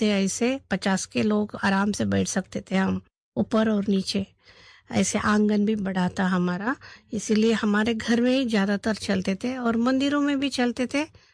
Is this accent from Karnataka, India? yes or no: yes; Bengaluru, Karnataka, India; हम बचपन से दादी के साथ ही पले बड़े हैं। अब हमारे घर धार्मिक प्रवृत्ति है और बड़ा घराना था वहाँ हमारा, वहाँ बेंगलोर में।